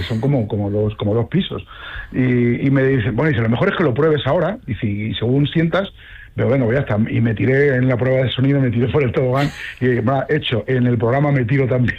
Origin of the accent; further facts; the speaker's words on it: Daimiel, Castilla-La Mancha, Spain; Un queso manchego de mi pueblo, de Daimiel